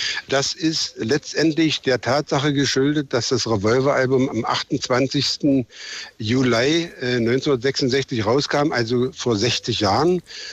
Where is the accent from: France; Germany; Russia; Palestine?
Germany; Magdeburg, Saxony-Anhalt; wir waren ja als Magdeburger nahe dran